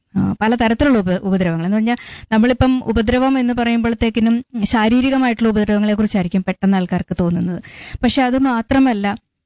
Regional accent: Kottayam, Kerala, India; now in Thiruvananthapuram, India; ഞാൻ കോട്ടയത്തു നിന്ന് തിരുവനന്തപുരത്ത് വന്ന് താമസിക്കുന്ന ആളാണ്.

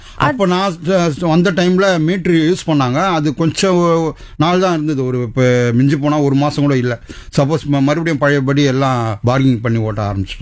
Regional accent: Chennai, Tamil Nadu, India; சொந்த ஊர் சென்னை தான்.

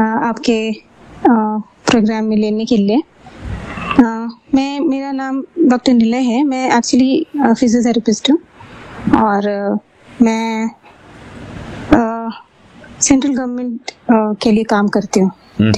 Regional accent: Bihar, India; now in Bangalore, India; बैंगलोर से हूँ मैं अभी, बेसिकली मैं बिहार से हूँ बट मैं अभी बैंगलोर में हूँ, अभी काम कर रही हूँ यहाँ पे।

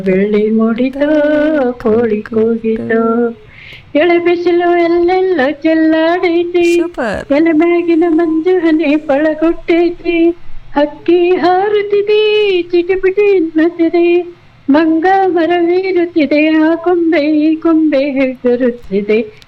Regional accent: Dharwad, Karnataka, India; born or raised there; moved away

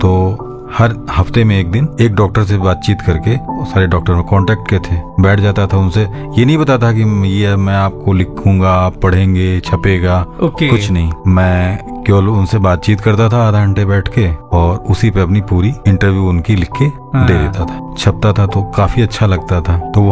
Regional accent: Varanasi, Uttar Pradesh, India; मैं ये बताया कि मैं बनारस से आया हूँ

